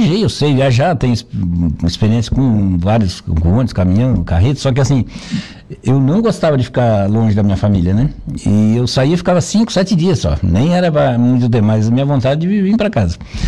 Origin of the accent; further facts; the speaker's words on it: Balneário Arroio do Silva, Santa Catarina, Brazil; also born or lived in Criciúma; A única vez que eu saí do Arroio de Silva, eu fui morar em Criciúma.